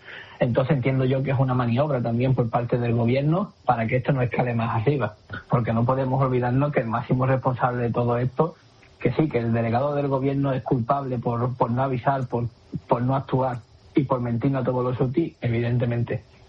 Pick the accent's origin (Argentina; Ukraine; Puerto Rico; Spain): Spain; Ceuta; a todas las personas que somos de aquí de Ceuta